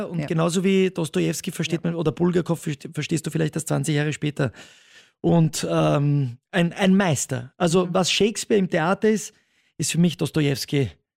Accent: Italy; German is a second language; Das sage ich als Italiener.

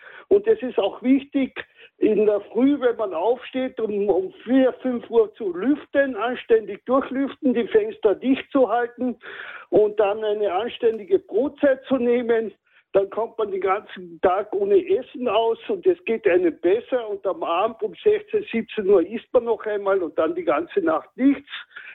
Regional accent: Carinthia, Austria; born there; now in Salzburg, Austria; aus Salzburg. Bin ein gebürtiger Kärntner und ich habe viel Lebenserfahrung, bin in Pension

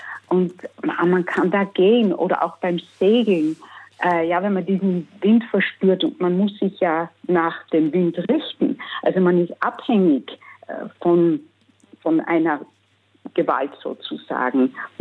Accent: Netherlands; German is a second language; Ich bin Niederländerin und die Niederlande hatten eine sehr große Seemacht.

